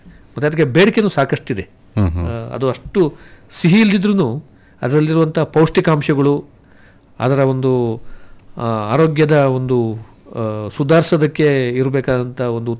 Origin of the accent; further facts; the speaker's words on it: Kodagu district, Karnataka, India; ನಾವು ಕೊಡಗು ಜಿಲ್ಲೆಯವರು.